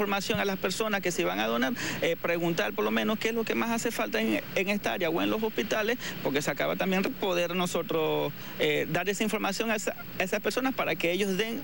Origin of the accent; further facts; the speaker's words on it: Ciudad Ojeda, Zulia, Venezuela; Nosotros venimos de Ciudad Ojeda, Zul